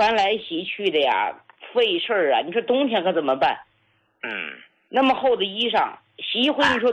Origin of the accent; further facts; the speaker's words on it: Shandong, China; 我是山东人，今年68了。